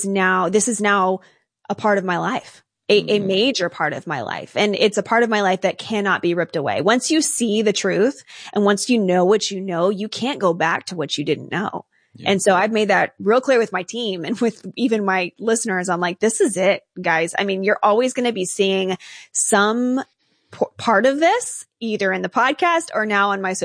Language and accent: English; United States; we're American